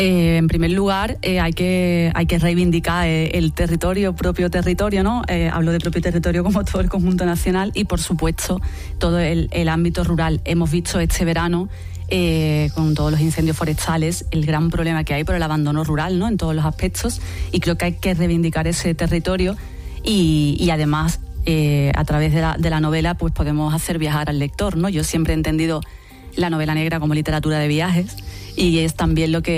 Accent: Seville, Andalusia, Spain; Yo soy de Sevilla, sí, desde donde os hablo.

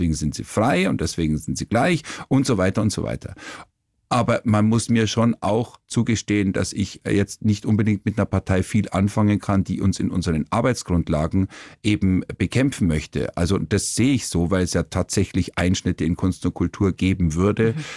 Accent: Kaufbeuren, Bavaria, Germany; ich bin 66 geboren, und ich hatte natürlich dann schon auch eben damals Schweizer Fernsehen bei uns im Allgäu in Kaufbeuren und österreichisch.

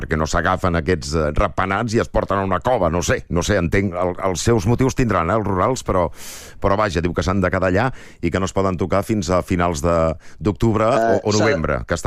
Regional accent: Catalonia, Spain; born there; moved away; Al meu poble, Os

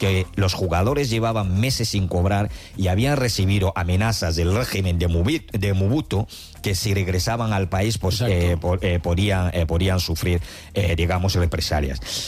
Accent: Cameroon; Sí, hombre. Soy de Camerún.

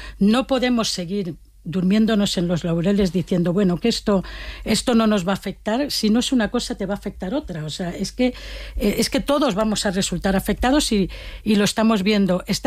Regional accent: Valencian Community, Spain

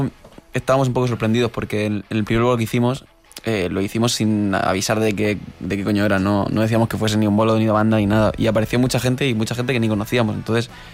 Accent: Murcia, Region of Murcia, Spain

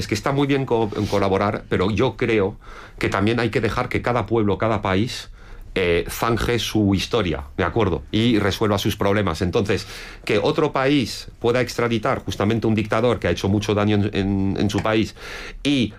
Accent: France; yo se lo digo como francés, ejerzo en varios países

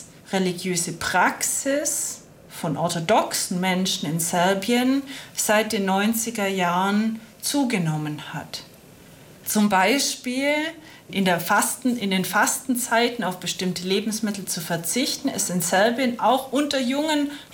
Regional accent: Germany; born there; ich habe zufällig als Kind in Deutschland schon serbische, aber auch bulgarische und mazedonische Volkstänze kennengelernt

